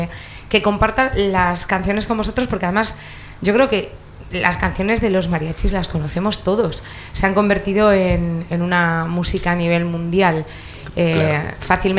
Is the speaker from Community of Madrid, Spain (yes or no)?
no; Pedrosa de Valdeporres, Castile and León, Spain